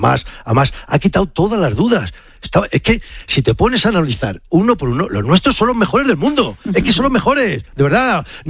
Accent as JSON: {"language": "Spanish", "country": "Spain", "said": "Que estamos, como dijo el seleccionador, orgullosos de ser español, hombre, que somos españoles."}